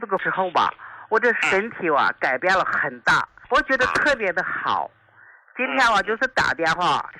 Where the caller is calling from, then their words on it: Shanxi, China; 我是山西的一名听众。